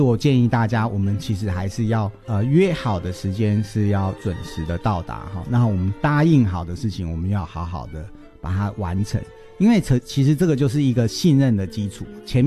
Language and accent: Chinese; Taiwan; 这些我们都是台湾人